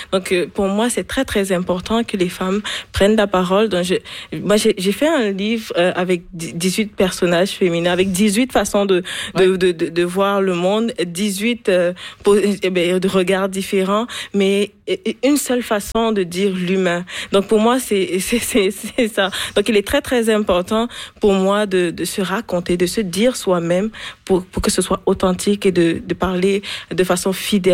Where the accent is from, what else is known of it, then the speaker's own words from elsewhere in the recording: Cameroon; moved away; J'étais chez moi au Cameroun